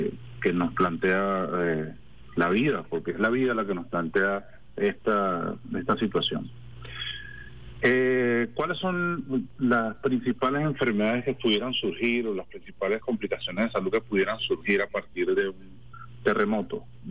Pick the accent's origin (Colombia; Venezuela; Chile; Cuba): Venezuela